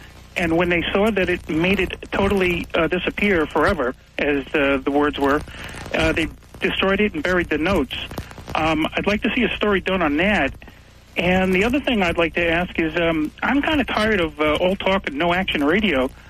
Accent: Burbank, California, United States; from Burbank, California.

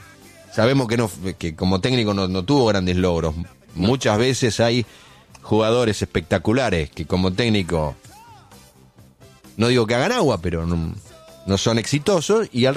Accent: Argentina; Sí, más siendo argentino.

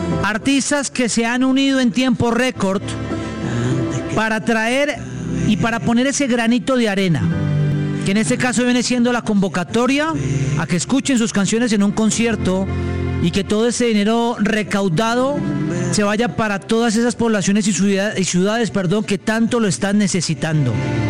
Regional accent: Colombia; Esos somos los colombianos, hombre.

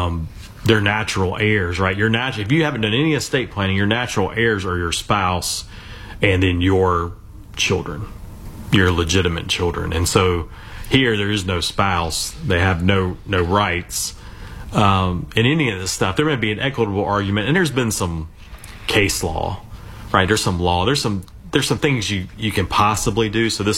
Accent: North Carolina, United States; born and raised in North Carolina.

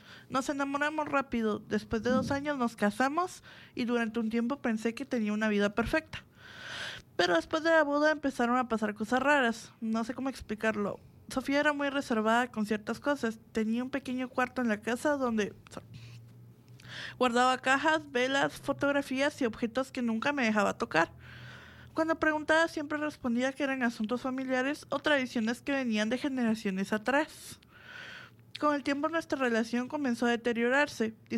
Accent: Guayaquil, Guayas, Ecuador; now in Brisbane, Australia; Llegué a Brisbane en 2016 y conocí a la que sería mi esposa en una fiesta de ecuatorianos.

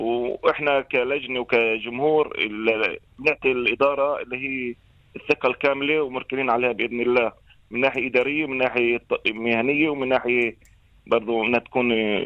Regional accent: Musmus, Haifa District, Israel; انا من قريه مصنف.

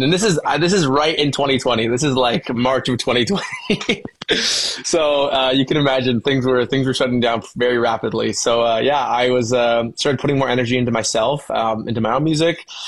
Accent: London, Ontario, Canada; be a guitar player for this artist who was an R&B singer from my hometown, which is London, Ontario.

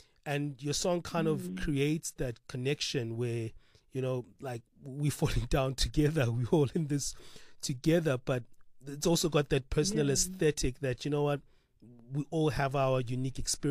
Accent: South Africa; Well, I'm South African.

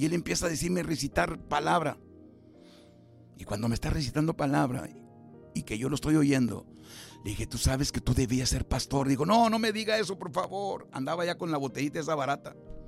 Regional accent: Nuevo León, Mexico; yo soy de Garza González y Ramones ahí está cerca

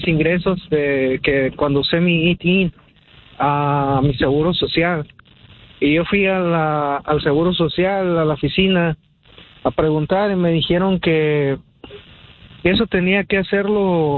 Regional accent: León, Guanajuato, Mexico; Yo soy de Guanajuato.

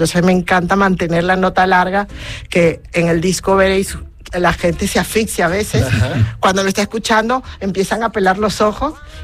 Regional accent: Venezuela; yo vengo de Venezuela. En Venezuela no se escucha normalmente jazz. O sea, yo por las calles que escuchaba salsa, merengue, joropo, merengue venezolano

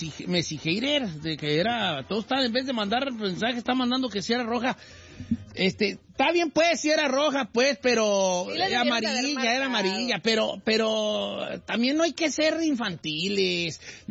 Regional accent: Michoacán, Mexico; O sea, siguiendo la teoría de David Ramos, yo no tengo que irle a nadie, porque yo soy de Michoacán, ¿verdad?

